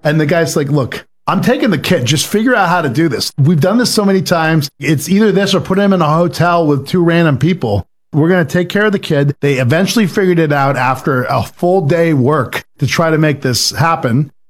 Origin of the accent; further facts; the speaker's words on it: Patten, Maine, United States; my hometown of Patton, Maine